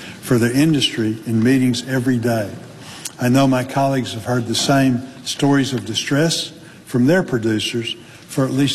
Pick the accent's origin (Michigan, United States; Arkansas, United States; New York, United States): Arkansas, United States; I hear the despair from farmers in my home state of Arkansas.